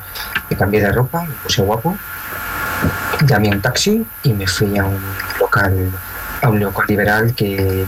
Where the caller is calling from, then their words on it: Madrid, Community of Madrid, Spain; Desde Madrid